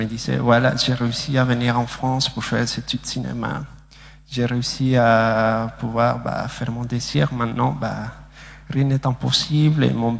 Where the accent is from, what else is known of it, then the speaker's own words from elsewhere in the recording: Bolivia; j'ai 25 ans et je suis bolivien. Je viens de la Bolivie, en fait, je se trouve en Amérique du Sud.